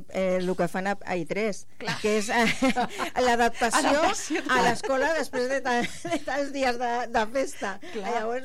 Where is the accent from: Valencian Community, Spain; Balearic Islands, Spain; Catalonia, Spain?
Catalonia, Spain; also born or lived in Andalusia; jo sóc catalana perquè vaig venir aquí, bueno, andalusa, però vaig venir aquí amb 2 anys